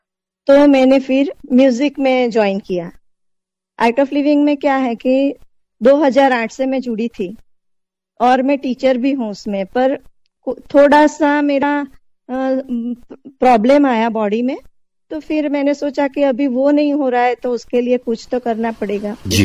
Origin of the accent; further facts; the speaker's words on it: Surat, Gujarat, India; मैं सूरत से हूँ।